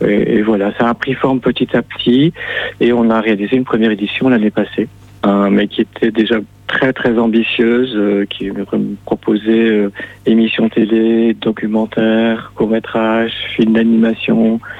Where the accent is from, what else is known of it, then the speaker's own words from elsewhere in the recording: Wallonia, Belgium; moved away; Eh bien, je suis belge moi-même. Hein. Je suis de la région liégeoise.